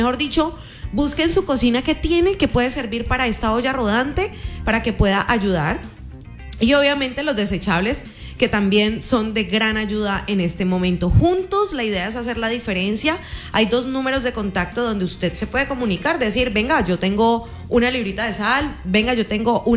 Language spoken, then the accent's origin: Spanish; Cali, Valle del Cauca, Colombia; en este momento donde ya buscamos es sacar la cabeza como caleños.